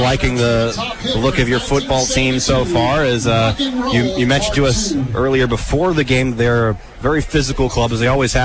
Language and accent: English; Heber Springs, Arkansas, United States; born and raised in Heber Springs, I understand what small-town football is all about.